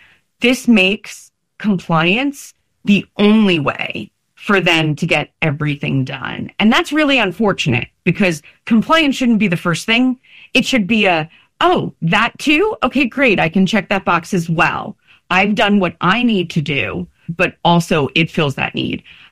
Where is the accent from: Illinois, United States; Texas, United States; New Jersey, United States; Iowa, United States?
New Jersey, United States; where I grew up in New Jersey